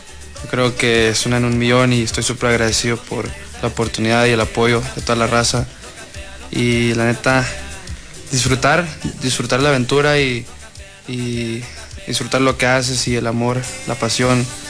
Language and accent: Spanish; Sonora, Mexico; also born or lived in Arizona; Yo nací en La Finiquera.